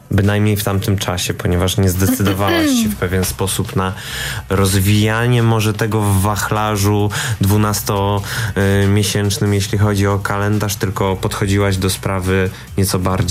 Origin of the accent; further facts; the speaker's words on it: Poznań, Greater Poland Voivodeship, Poland; Nie, ja robiłem pokaz charytatywny w Poznaniu, z którego pochodzę, dla dzieci z domu dziecka